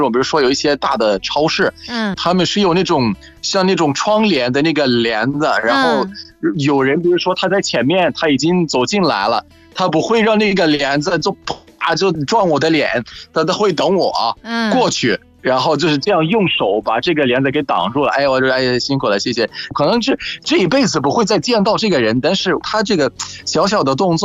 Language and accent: Chinese; Egypt; Chinese is a second language